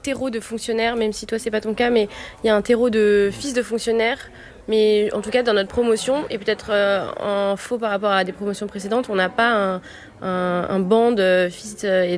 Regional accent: Paris, Île-de-France, France; Moi, j'ai grandi à Paris.

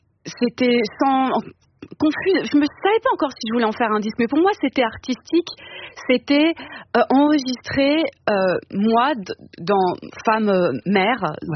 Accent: France; Merci. On est de la France.

